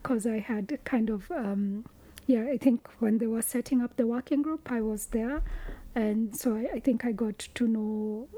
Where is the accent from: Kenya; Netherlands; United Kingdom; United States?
Kenya; Western; Yes, because we come from Western Kenya. That's our rural home.